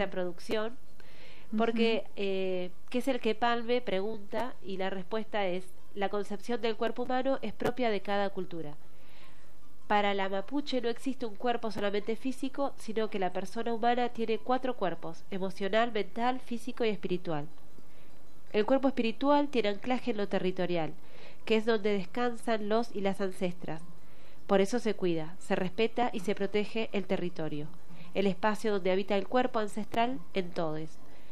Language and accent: Spanish; Esquel, Chubut, Argentina; now in La Plata, Argentina; Yo soy de Esquel, Chubut, vivo acá en La Plata hace unos 20 años